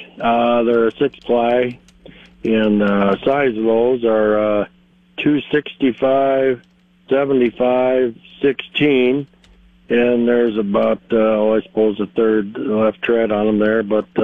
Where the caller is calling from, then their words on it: Irene, South Dakota, United States; from Irene.